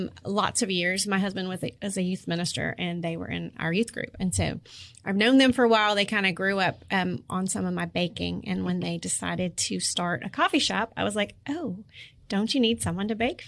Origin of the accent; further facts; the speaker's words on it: Nashville, Tennessee, United States; moved away as an adult; also born or lived in Texas; now in Memphis, United States; I was born in Memphis and lived here for a few years with my family. And then we moved to the Nashville area where I grew up. And then we've been back here in Memphis for, 20 years. And we, before that, lived in Texas for a little bit and then moved here.